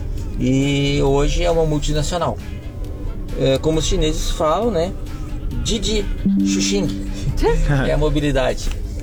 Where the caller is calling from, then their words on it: Santa Maria, Rio Grande do Sul, Brazil